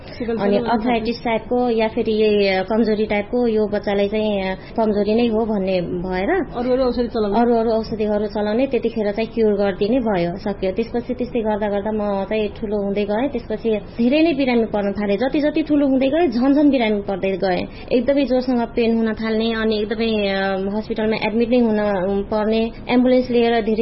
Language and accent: Nepali; Sudurpashchim Province, Nepal; moved away as an adult; now in Tikapur, Nepal; म चाहिँ टिकापुर नगरपालिका 7 नम्बरमा बस्छु, तर मेरो घर जानकी गाउँपालिकामा पर्छ। कामकै सिलसिलामा हामी चाहिँ यतै बसिराखेको छौँ